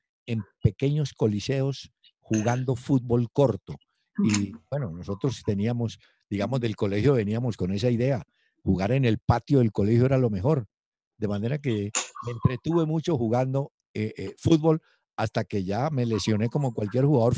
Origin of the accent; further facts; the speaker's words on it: Cali, Valle del Cauca, Colombia; born there; Mire, no, mis padres sí eran de Montenegro. Yo nací en Cali porque ellos se fueron a vivir muy, muy pronto a Cali.